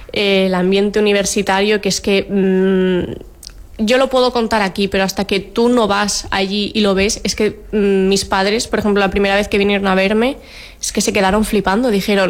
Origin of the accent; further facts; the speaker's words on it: Ibiza, Balearic Islands, Spain; moved away as an adult; now in Granada, Spain; ¿De dónde eres? Yo digo, yo de Ibiza.